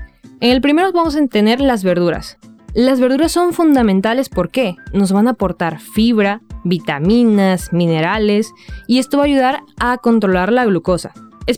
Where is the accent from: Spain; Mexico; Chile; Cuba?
Mexico; moved away; En México, les voy a hablar un poquito acerca de donde vengo